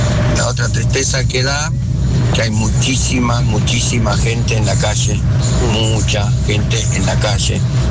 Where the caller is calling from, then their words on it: Argentina; acá de La Hermosura.